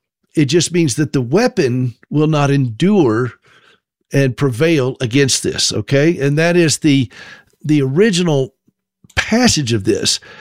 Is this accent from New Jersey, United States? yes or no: no; Tennessee, United States; And I looked at Gracie's feet, and I said, "We from Tennessee."